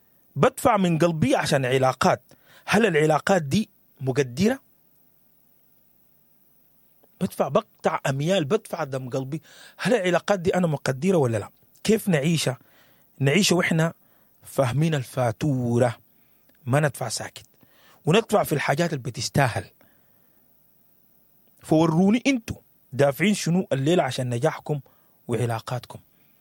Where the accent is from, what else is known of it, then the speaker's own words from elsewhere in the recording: Sudan; moved away; قصة ديك رجعت لنا لما إحنا نزحنا ولما إحنا مرقنا من السودان